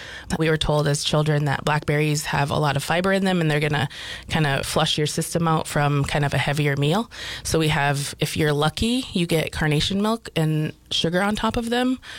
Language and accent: English; Kotzebue, Alaska, United States; now in Wasilla, United States; I am originally from Kotzebue and Sisolik, Alaska, which is above the Arctic Circle. I currently live in Wasilla